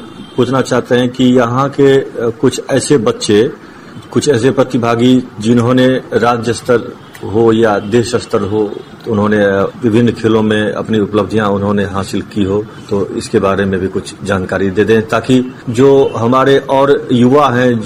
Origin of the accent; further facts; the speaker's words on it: Darbhanga, Bihar, India; हमारे जिले में दरभंगा जिले में